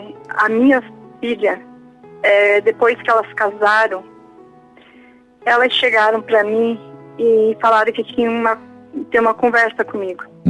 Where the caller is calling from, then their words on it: Brazil; Eu falo de algum lugar do Brasil.